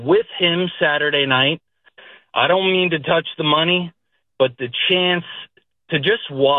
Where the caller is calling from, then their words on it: New York, United States; I live in Queens.